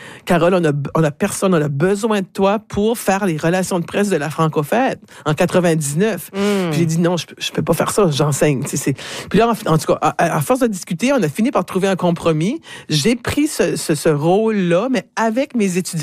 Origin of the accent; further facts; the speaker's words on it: Moncton, New Brunswick, Canada; also born or lived in Dieppe, New Brunswick; je suis revenue à chez moi à Moncton. Je vivais à Dieppe à ce moment-là, donc je suis revenue à Dieppe en juillet 2001 en fait.